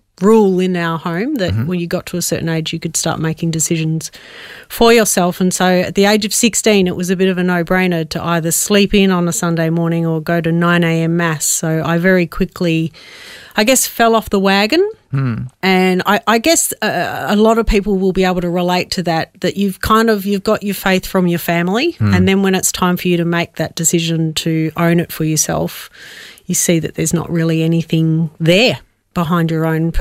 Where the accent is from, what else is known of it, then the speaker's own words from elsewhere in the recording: Adelaide, South Australia, Australia; also born or lived in Melbourne; So I was born in Melbourne, but we moved to Adelaide when I was about five for my dad's work. He worked for the Ford Motor Company. And we settled into a lovely Adelaide community.